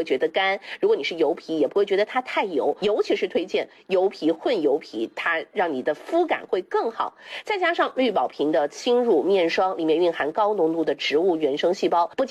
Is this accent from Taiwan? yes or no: no; Jiangxi, China; 这是我们江西人自己的购物商城。